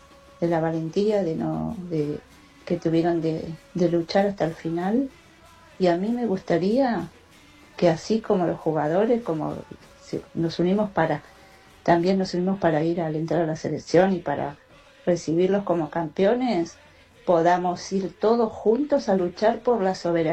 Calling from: Isidro Casanova, Buenos Aires Province, Argentina; hablo de Casanova.

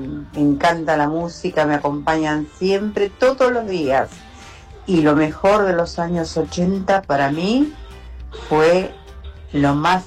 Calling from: Buenos Aires, Argentina; de Caballito

